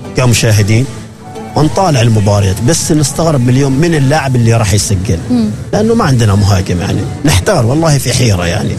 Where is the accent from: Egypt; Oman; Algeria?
Oman; البعض يقول لك ليش إحنا ما نقنص، إحنا كعمانيين ما نقنص، إحنا عندنا خامات كعمانيين عندنا